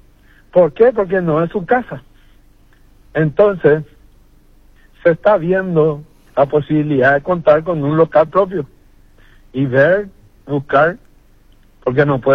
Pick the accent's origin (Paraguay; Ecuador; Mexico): Paraguay; Concepción; Ciertamente soy del departamento de Concepción